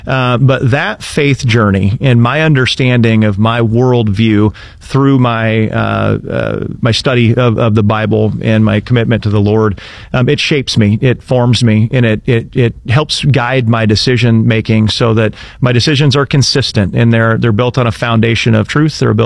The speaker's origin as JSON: {"language": "English", "town": "Indianola", "region": "Iowa", "country": "United States", "said": "Yeah, I am originally from Indianola, just south of Des Moines."}